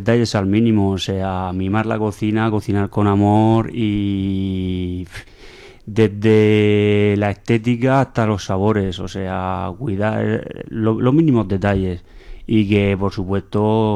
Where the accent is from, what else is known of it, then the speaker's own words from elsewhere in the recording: Benejúzar, Valencian Community, Spain; yo soy de Benejúzar